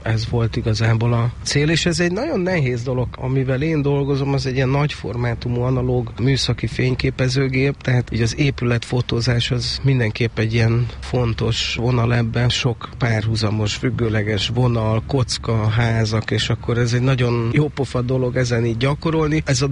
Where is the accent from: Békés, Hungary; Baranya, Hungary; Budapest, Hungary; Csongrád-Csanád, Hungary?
Budapest, Hungary; Ez a 16. kerületi Szent Korona utcai lakótelep, ami családi házakkal övezett, és tényleg 4 emelet a maximum.